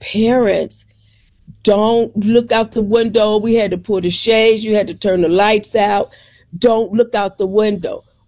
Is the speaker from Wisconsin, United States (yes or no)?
no; Dayton, Ohio, United States; Dayton, Ohio.